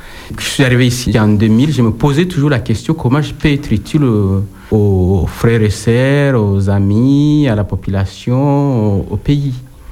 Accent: DR Congo; moved away as an adult; also born or lived in Nancy, France; now in Périgueux, France; Mon pays d'origine, c'est la République démocratique du Congo. C'est un pays grand comme 4 fois la France, comme toute l'Europe occidentale. Mais c'est un pays en guerre

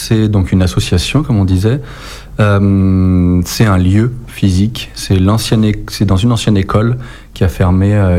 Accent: Auvergne-Rhône-Alpes, France; also born or lived in Grenoble; now in Périgord vert, France; Moi, j'ai grandi en Haute-Savoie, donc de l'autre bout de la France, dans les montagnes, dans un petit village aussi. C'était la campagne aussi, mais plus en altitude.

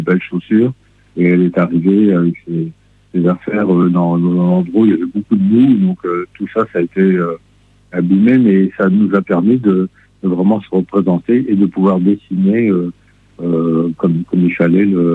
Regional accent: France; en tant que Français

